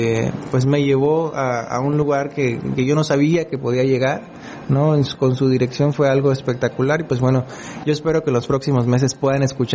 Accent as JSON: {"language": "Spanish", "region": "Campeche", "country": "Mexico", "said": "aquí esta es mi tierra, yo amo Campeche"}